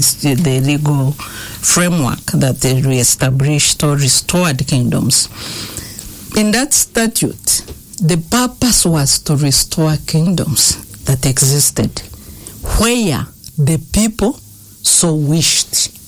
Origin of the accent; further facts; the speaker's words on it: Western Region, Uganda; the kingdom would add value in Ankole. That's where I come from.